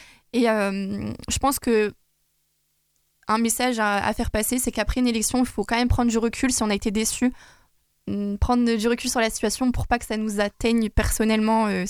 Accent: Loos, Hauts-de-France, France; dans ma ville natale, puisque j'ai beaucoup vécu, enfin, j'ai vécu presque toute mon enfance à Loos, à côté de Lille.

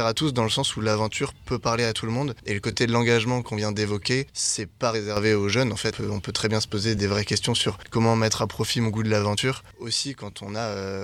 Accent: Hauts-de-France, France; Oui, moi je suis de l'Oise en effet.

